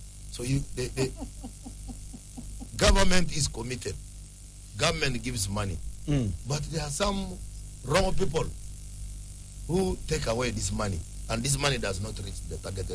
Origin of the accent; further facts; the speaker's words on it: Northern Region, Uganda; We are all from Karamoja.